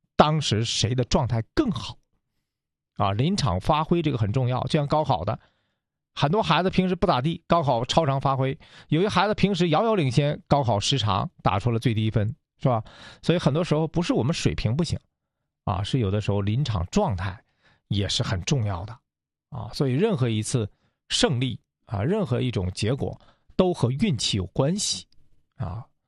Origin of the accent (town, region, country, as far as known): China